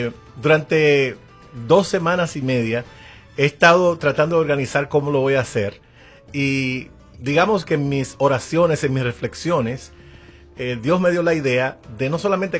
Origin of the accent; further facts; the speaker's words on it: Dominican Republic; Grabamos el video en mi tierra, en la República Dominicana.